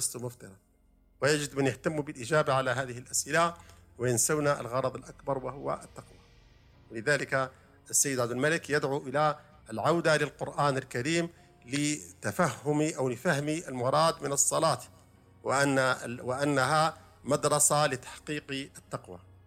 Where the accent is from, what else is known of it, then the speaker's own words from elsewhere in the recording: Algeria; عندنا في الجزائر، المذهب المالكي في الجزائر